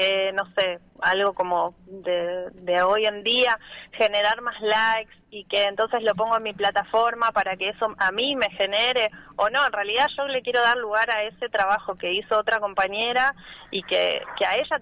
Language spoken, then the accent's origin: Spanish; Buenos Aires, Argentina; moved away as an adult; now in Bariloche, Argentina; Yo estoy viviendo acá en Bariloche hace casi 20 años y soy oriunda de Buenos Aires